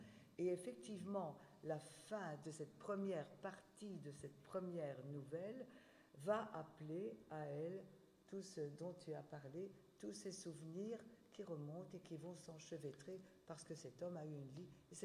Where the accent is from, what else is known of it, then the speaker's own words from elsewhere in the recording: Wallonia, Belgium; puisque je suis du Borinage, donc je suis née là, j'y habite depuis, vous aussi, depuis mon enfance, depuis ma naissance.